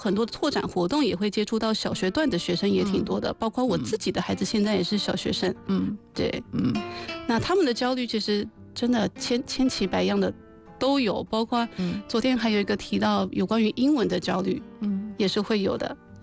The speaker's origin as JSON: {"language": "Chinese", "town": "Hefei", "region": "Anhui", "country": "China", "said": "像我们合肥不也有方言"}